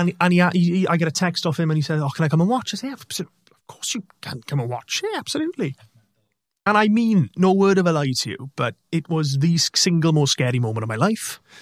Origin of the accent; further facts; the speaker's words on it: Llanelli, Wales, United Kingdom; And people will say, where are you from? And a lot of people say, oh, I'm from Llanelli, but they'll say, I'm from Swansea, or just west of Swansea. But no, I'm from Llanelli and I'm proud of it, and I'll always be proud to be from you.